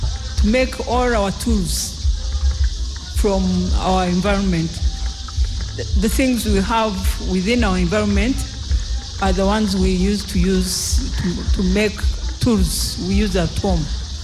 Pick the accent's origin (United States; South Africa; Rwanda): Rwanda; English is a second language; I'm from Rwanda.